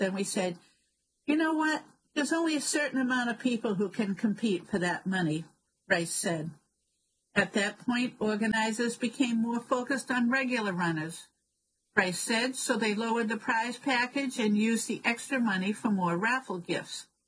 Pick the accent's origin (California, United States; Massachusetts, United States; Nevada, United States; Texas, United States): Massachusetts, United States; Wrentham; Being a teacher for 35 years at King Philip High School and just growing up in Wrentham, I always enjoyed being a part of the day and seeing former students and people I grew up with around town.